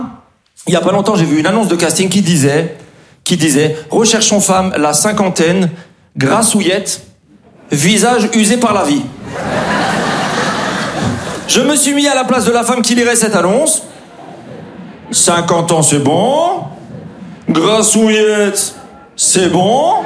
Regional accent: Grand Est, France; born or raised there

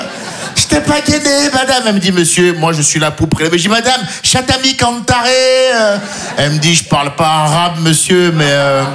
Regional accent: Benin; Je me dis, je suis franco-béninois. Ouais, ben, je me dis maintenant, quand les impôts ils viennent, je suis béninois.

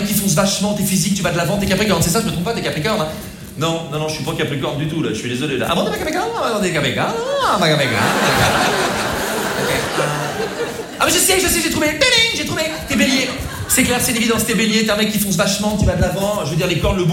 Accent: Rouen, Normandy, France; parce que moi, je ne suis pas du tout de Paris, je ne suis pas du tout de Marseille, bien sûr, moi, je suis de Rouen. Je ne sais pas si vous connaissez Rouen.

